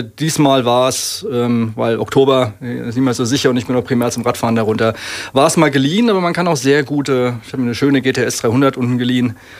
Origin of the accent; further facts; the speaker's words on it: Ingelheim, Rhineland-Palatinate, Germany; Ich bin gebürtiger Ingelheimer.